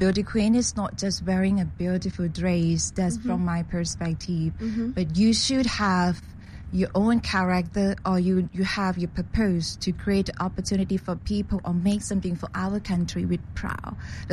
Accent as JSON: {"language": "English", "country": "Thailand", "tie": "born or raised there", "said": "And my father is Ghanaian. And I was born and raised in Thailand."}